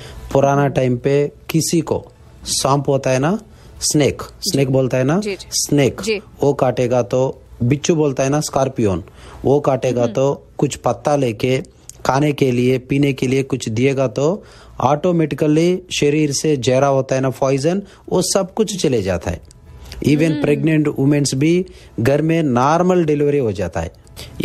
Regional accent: South India, India; now in Canada; मैं south India से हूँ.

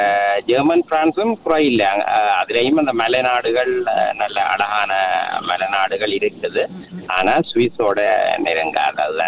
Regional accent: Central Province, Sri Lanka; born there; moved away; Dickoya state, டிக்கோயாவில இன்கரிய state, அதுலதான் நான் பிறந்தேன்.

